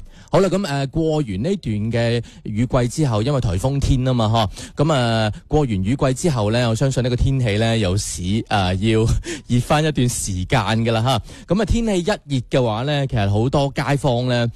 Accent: Guangdong, China; 我哋广东人

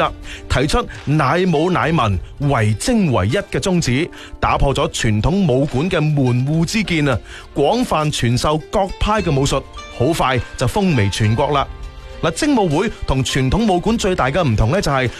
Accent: Foshan, Guangdong, China; 我哋佛山人思想开放，乐于接受新事物。

